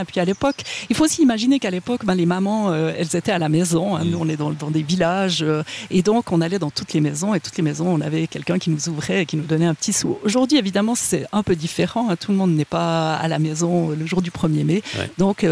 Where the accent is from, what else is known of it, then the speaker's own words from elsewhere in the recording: Fribourg, Switzerland; Je viens de Huipens et Marsens.